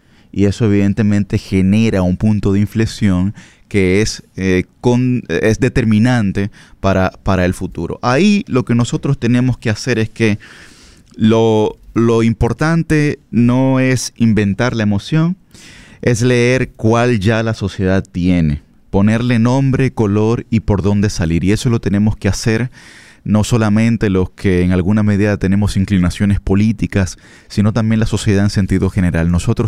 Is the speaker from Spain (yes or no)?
no; Dominican Republic; nosotros como sociedad dominicana